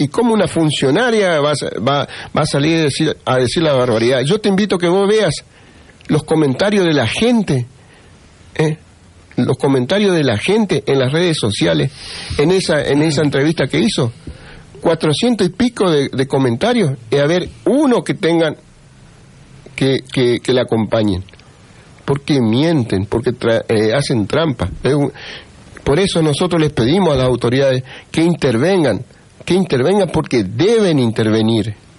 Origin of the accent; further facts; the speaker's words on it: Vera, Santa Fe, Argentina; yo me crié en una familia en Vera, porque yo soy de Vera